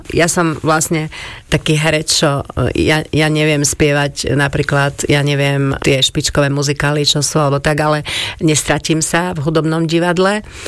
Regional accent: Košice, Košice Region, Slovakia; born there; my sme bývali na 7. poschodí. V Košiciach

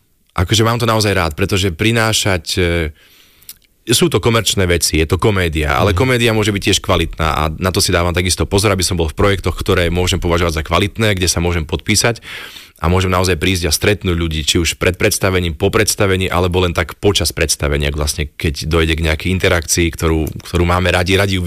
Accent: Žilina Region, Slovakia; Stále je krásna, stále to vlastne kraj, kde nosím istú hrdosť, že pochádzam, že keď sa niekto opýta, alebo že môžem povedať, že som z Oravy, už potom to musím konkrétne povedať, že odkiaľ, ale že som z Oravy je niečo, čo vlastne je také zvláštne DNA a ja som veľmi rád, že som jeho vlastníkom, že naozaj pochádzam odtiaľ.

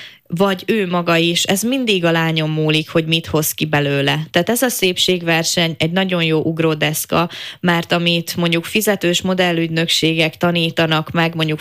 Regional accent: Felvidék, Slovakia; first language Hungarian

